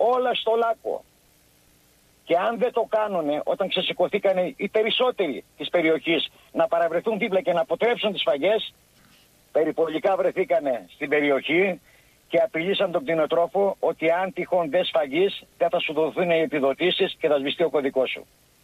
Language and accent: Greek; Skalochori, North Aegean, Greece; Φανταστείτε, κατάγομαι από ένα χωριό που λέγεται Σκαλοχώρη.